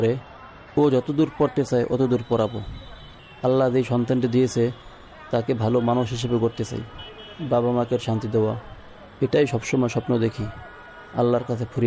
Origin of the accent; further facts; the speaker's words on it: Manikganj District, Dhaka Division, Bangladesh; moved away as an adult; now in Dhaka, Bangladesh; মানিকগঞ্জ জেলার দৌলতপুর উপজেলার চরকাটের গ্রাম।